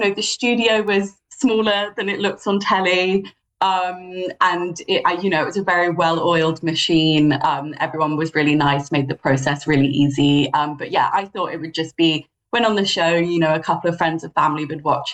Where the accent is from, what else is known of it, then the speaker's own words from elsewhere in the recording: London, United Kingdom; Well, I grew up in London